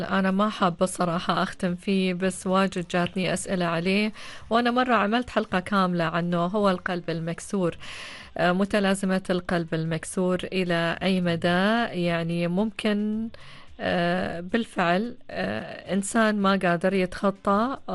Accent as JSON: {"language": "Arabic", "country": "Oman", "said": "عندنا في سلطنة عمان"}